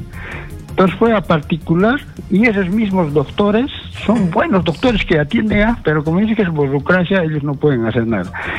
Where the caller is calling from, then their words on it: Puerto Maldonado, Madre de Dios, Peru; No soy de acá, soy de Puerto Maldonado.